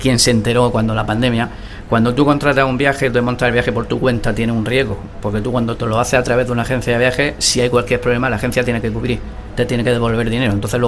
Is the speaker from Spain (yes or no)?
yes; Lorca, Region of Murcia, Spain; Nosotros somos de Lorca y hemos sido gente así muy de calle, muy de buscarnos la vida. Y yo recuerdo que con 17 años, yo vivía encima de la Peña Madridista, Ciudad del Sol.